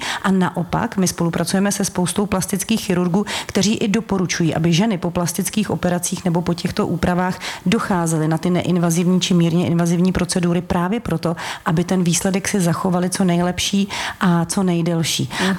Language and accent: Czech; Karlovy Vary, Karlovy Vary Region, Czechia; moved away; jsem z Karlových Varů